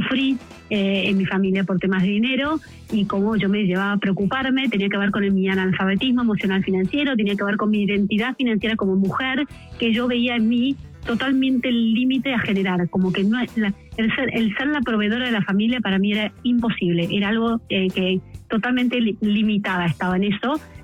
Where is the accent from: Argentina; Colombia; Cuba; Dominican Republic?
Argentina; moved away; also born or lived in England / Chile; yo soy argentina, viví 9 años en Inglaterra y tuvimos a nuestros primeros 2 hijos, después en Chile.